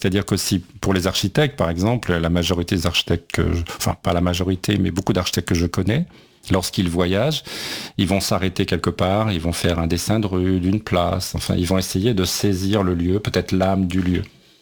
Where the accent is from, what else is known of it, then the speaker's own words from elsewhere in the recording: Algeria; born there; also born or lived in France; En réalité, je suis né